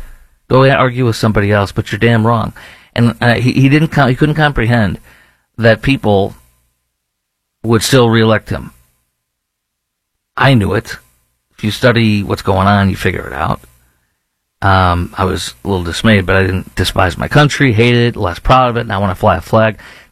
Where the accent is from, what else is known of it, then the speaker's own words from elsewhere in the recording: Chicago, Illinois, United States; growing up in Chicagoland